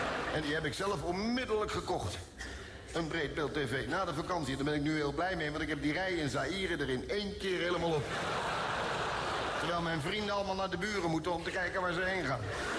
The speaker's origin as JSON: {"language": "Dutch", "country": "Netherlands", "said": "Zeg ik, ik kom uit Nederland, vertel eens iets leuks over uw land."}